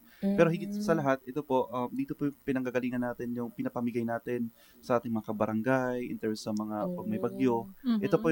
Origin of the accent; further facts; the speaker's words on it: Baguio, Cordillera Administrative Region, Philippines; ako po ay taga Baguio. Mm-hmm. I am from the suburb capital of the Philippines, Baguio.